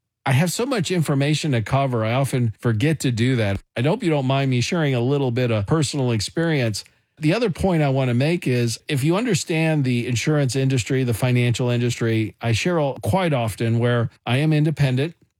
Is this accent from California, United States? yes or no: no; Kansas City, Missouri, United States; I'm born and raised in Kansas City, But I'd never gone to a Monday night football game.